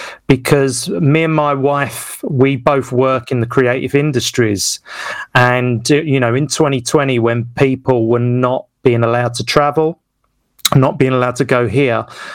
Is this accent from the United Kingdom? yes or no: yes; Westcliff-on-Sea, East of England, United Kingdom; doing a show in Westcliff in my hometown